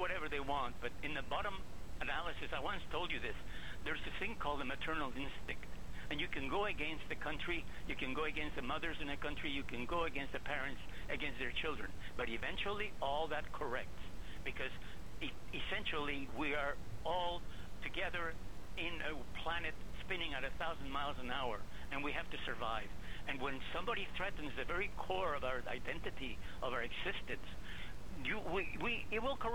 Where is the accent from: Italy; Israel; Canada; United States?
Canada; As a Canadian person who loves America almost as much as I love my country